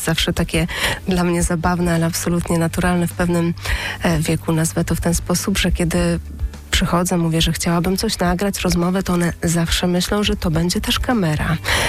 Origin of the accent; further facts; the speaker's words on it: Pszczółki, Pomeranian Voivodeship, Poland; born there; also born or lived in Kashubia / Kociewie; ja się urodziłam na ziemi trochę niczyjej tak naprawdę, bo w Pszczółkach, więc Pszczółki ani do Kociewia, ani do Kaszub nie należą.